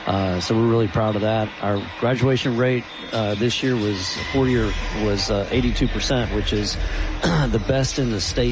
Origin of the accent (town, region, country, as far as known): Mesquite, Texas, United States; born or raised there